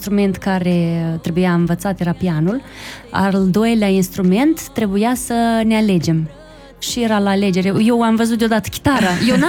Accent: Gotești, Cantemir District, Moldova; Vin din satul Gotești

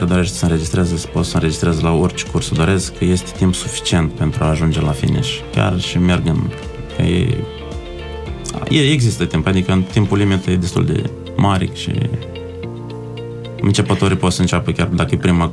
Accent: Moldova; now in Bucharest, Romania; Suntem din Republica Moldova, suntem moldoveni, ne-am întâlnit toți la București.

